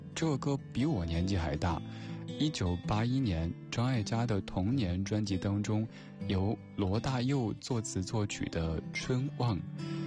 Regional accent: Sichuan, China; 尤其我们四川人特别喜欢吃豌豆尖

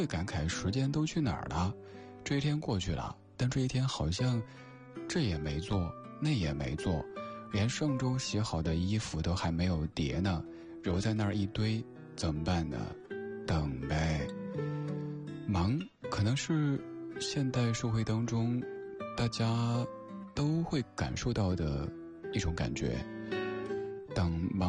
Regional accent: Chengdu, Sichuan, China; 在我家乡成都，

